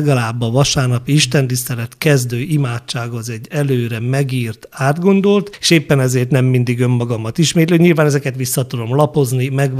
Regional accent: Nagyhalász, Szabolcs-Szatmár-Bereg, Hungary; én nagyhalászi születésű vagyok

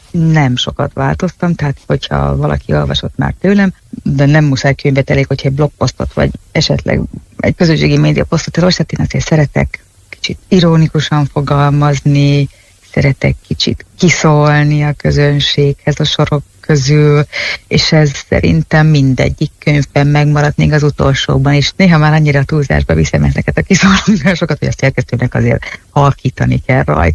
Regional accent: Hungary; first language Hungarian; moved away as an adult; now in Italy; alapvetően magyar vagyok, és 30 évig azért csak Magyarországon éltem

